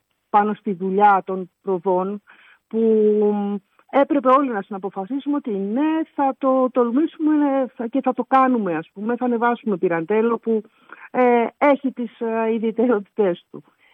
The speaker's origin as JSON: {"language": "Greek", "town": "Athens", "region": "Attica", "country": "Greece", "moved": "yes", "lives_now": "Eleftheroupoli, Greece", "said": "Εγώ επειδή τυχαίνει και είμαι από την Αθήνα"}